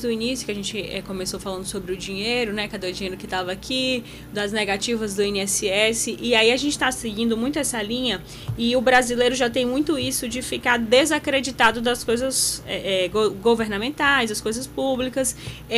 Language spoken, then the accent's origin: Portuguese; Brazil; nós somos brasileiros, né?